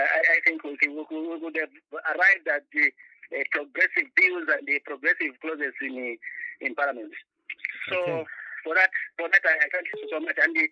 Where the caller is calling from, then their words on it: Lusaka, Lusaka Province, Zambia; you are talking to … here in Lusaka, Kabarana, Manchola.